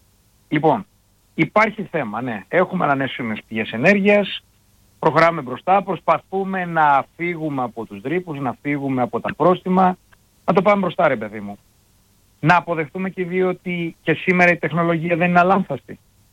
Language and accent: Greek; Greece; Εμείς, σαν Έλληνες